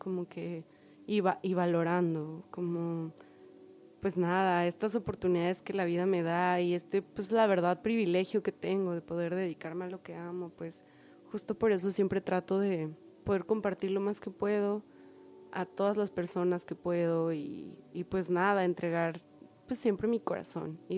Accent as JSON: {"language": "Spanish", "region": "Tlaxcala", "country": "Mexico", "said": "yo vengo de una provincia de Tlaxcala, que es el estado más chiquito de México."}